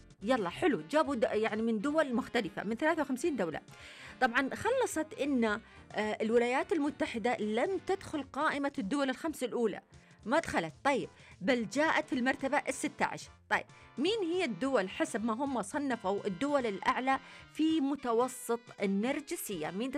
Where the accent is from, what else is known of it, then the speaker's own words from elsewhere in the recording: Jazan Province, Saudi Arabia; نصيحة مني